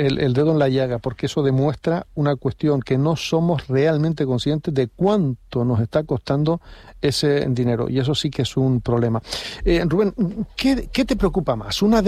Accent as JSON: {"language": "Spanish", "country": "Spain", "said": "o no somos conscientes los españoles"}